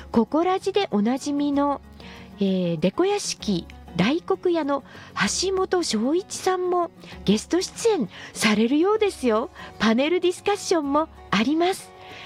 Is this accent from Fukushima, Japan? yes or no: yes; Fukushima, Japan; 私は福島県生まれの福島県育ち、福島県で仕事をさせていただいていることが多いです。